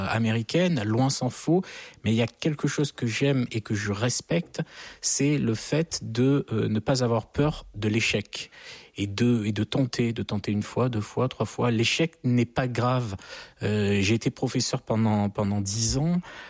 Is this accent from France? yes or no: yes; France